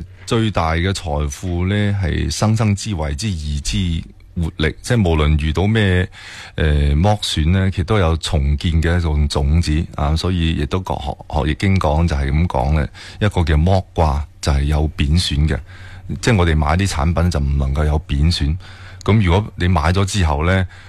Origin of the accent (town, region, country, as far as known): Foshan, Guangdong, China